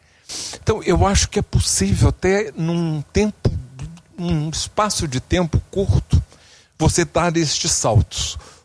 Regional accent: Rio de Janeiro, Brazil; born there; Fizemos um projeto piloto no bairro onde eu nasci, que é o mais envelhecido da América Latina, Copacabana.

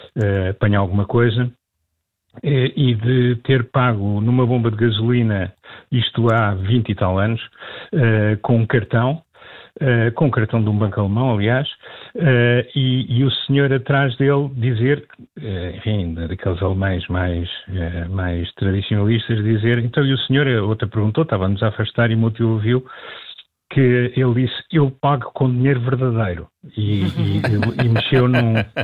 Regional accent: Portugal; Eu próprio, como português

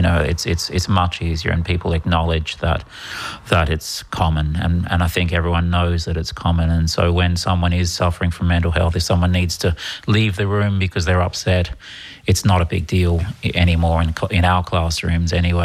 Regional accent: Perth, Western Australia, Australia; moved away as an adult; now in Ireland; I'm from Perth, Australia. I've been here about 26 years now.

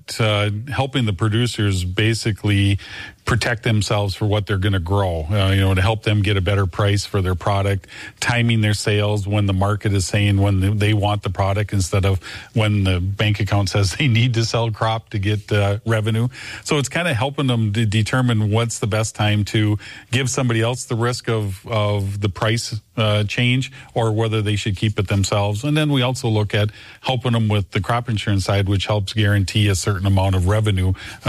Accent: Milnor, North Dakota, United States; Okay, well, I born and raised in North Dakota, farm in southeast part of the state, down by Milner. Went to high school at Milner

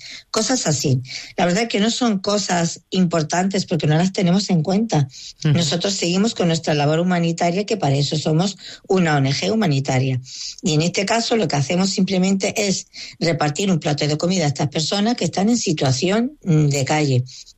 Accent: Ceuta, Spain; Aquí hay que dejar claro que los musulmanes ceutíes somos tan españoles como el que más y somos tan patriotas con el que más.

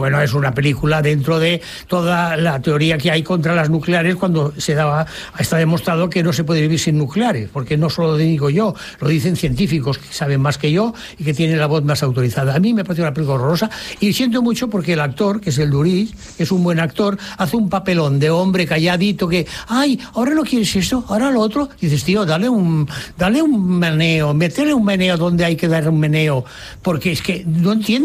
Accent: France; Y eso que es cine francés, que sabéis que soy una francesa.

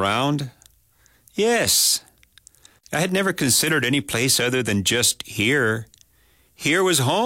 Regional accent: United States; I grew up the length of two city blocks from Route 66.

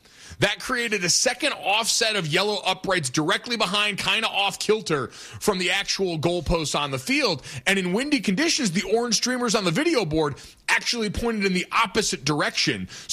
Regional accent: Northeast, United States; we grew up in the Northeast

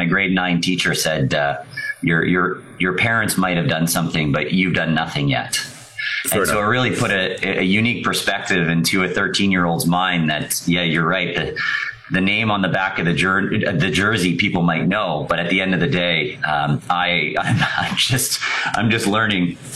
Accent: Montreal, Quebec, Canada; also born or lived in Ottawa; But I was born in Ottawa, and I grew up in Montreal.

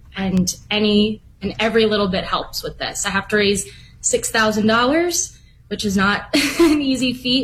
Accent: Long Island, New York, United States; And being a native New Yorker, I grew up on Long Island.

